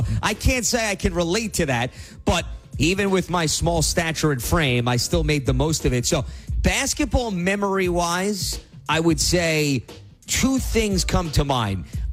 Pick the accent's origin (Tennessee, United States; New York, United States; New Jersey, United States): New York, United States; New York City; for those, once again, who may have been in growing up in the New York City region, they understand we had BCBA and CYO basketball.